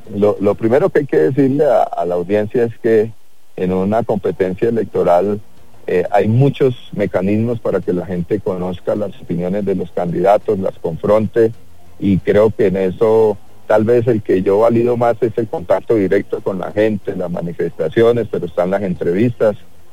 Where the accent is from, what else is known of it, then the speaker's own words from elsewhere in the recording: Cúcuta, Norte de Santander, Colombia; now in Bogotá, Colombia; yo soy cucuteño.